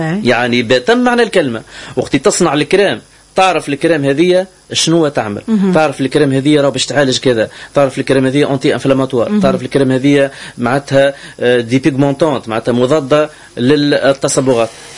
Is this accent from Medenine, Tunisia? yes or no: yes; Medenine, Tunisia; انا جاي من ولايه مدنين صحيح، ولكن انا ولد تونس ونحب ننفع بلادي بالخبره اللي عندي.